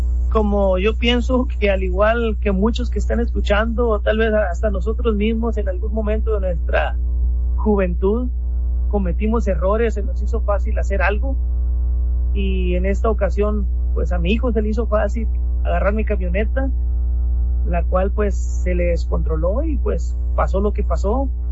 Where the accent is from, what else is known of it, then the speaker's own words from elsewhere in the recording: Santa María, Mexico; nosotros somos del ejido de Santa María, vino una cuadrilla de la comunidad grande